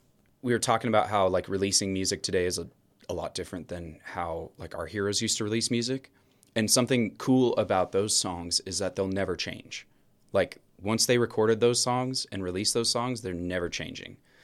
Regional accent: Pocatello, Idaho, United States; I grew up in Pocatello, Idaho, southern

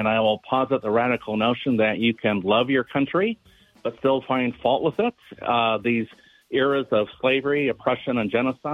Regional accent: Lewiston, Idaho, United States; He was a sports and feature reporter for the Lewiston Morning Tribune in my hometown of Lewiston, Idaho.

